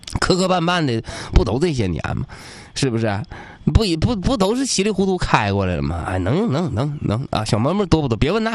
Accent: Northeast China, China; accent: Northeastern Mandarin (Dongbei dialect); 咱们东北话讲有的时候说话特别有力气

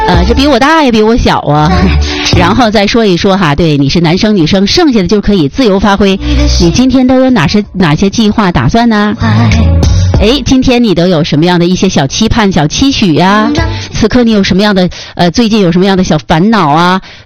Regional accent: Northeast China, China; 咱东北人就是豪爽热情

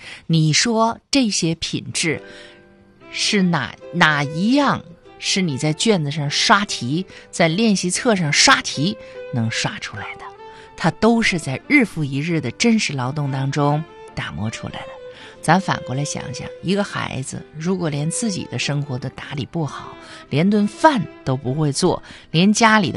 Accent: Northeast China, China; 咱们东北人喜欢的大饼子

